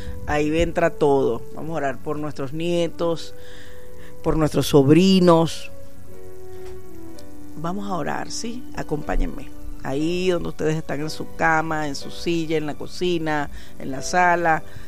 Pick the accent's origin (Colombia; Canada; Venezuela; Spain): Venezuela; Yo soy muy latina, muy venezolana criolla.